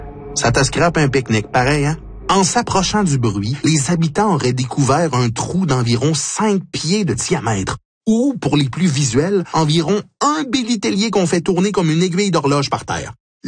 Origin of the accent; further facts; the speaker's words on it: Canada; Pis cette théorie-là, elle se passe chez nous, au Canada. C'est à nous autres, ce mystère-là.